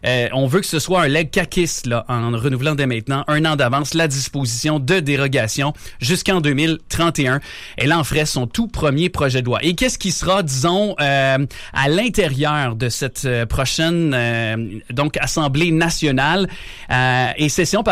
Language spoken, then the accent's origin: French; Quebec, Canada; chez nous au Québec